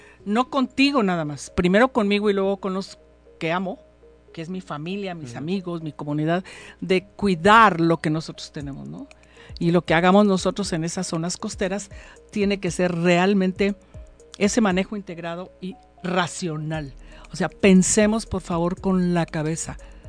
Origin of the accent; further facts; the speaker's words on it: Guerrero, Mexico; born there; yo soy costeña nacida en Guerrero y no me afrento desde lo que soy.